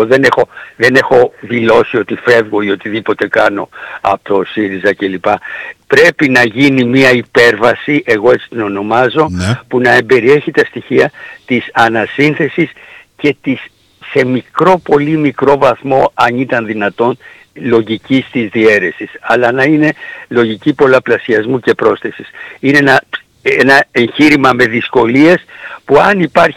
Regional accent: Lixouri, Ionian Islands, Greece; Και εγώ έχω γεννηθεί στο Λιξούρ και έχω ζήσει στα Ιόνια, με καταγωγή βέβαια από την Ήπειρο.

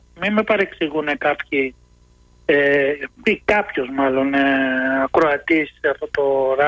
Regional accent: Aigaleo, Attica, Greece; now in Mandra, Greece; Μεγάλωσα στο Εγάλαιο και μένω στη Μάνδρα, έτσι.

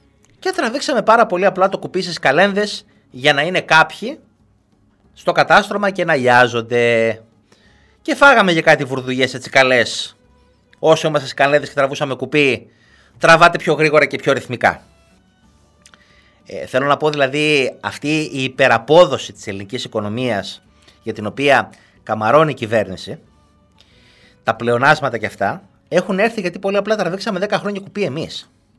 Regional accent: Greece; εδώ είναι ο τόπος μου. Εδώ θέλω να ζήσω, εδώ θέλω να δουλέψω.

